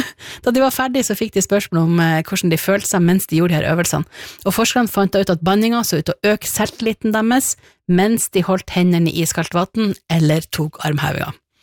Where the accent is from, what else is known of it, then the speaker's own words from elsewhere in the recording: Northern Norway, Norway; Jeg mener, altså jeg er jo nordlending. Vi har jo lært av søringene at vi alltid bannes.